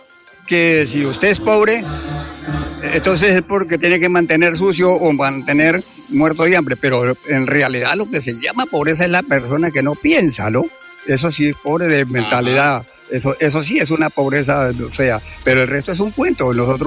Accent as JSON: {"language": "Spanish", "town": "San Martín", "region": "Meta", "country": "Colombia", "tie": "born there", "said": "yo nací en San Martín de los Llanos en el año 54, el 12 de septiembre."}